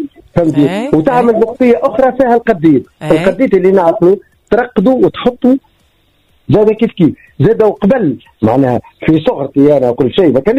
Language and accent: Arabic; Tunisia; توفيت جيتي توفيت انا تونسيه وتعرف الماكله السوري